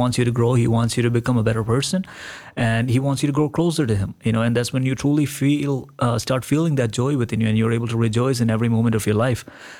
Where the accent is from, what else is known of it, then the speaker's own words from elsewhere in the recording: Kerala, India; But other than that, you know, growing up in India, growing up in Kerala always brings a smile to my face when I think about it, because it's fond memories that, you know, will carry for the rest of my life.